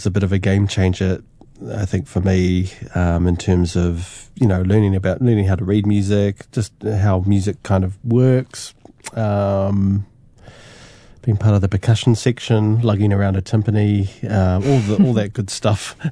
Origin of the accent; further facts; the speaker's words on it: New Zealand; don't want to talk down about my hometown, but there's different energies down there. It was definitely hard especially for my friends who are also Māori or, they struggled.